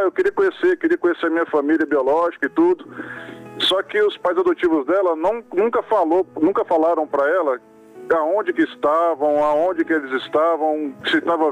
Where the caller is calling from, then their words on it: Anápolis, Goiás, Brazil; Anápolis, Goiás